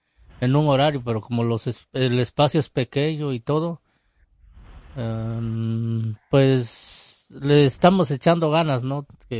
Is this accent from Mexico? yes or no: yes; San Antonio de la Cal, Oaxaca, Mexico; now in United States; yo soy de San Antonio de la Cal. Una tierra, digamos, que todas las mujeres ahí se dedican a hacer las clayudas. Ahí es la cuna de las clayudas.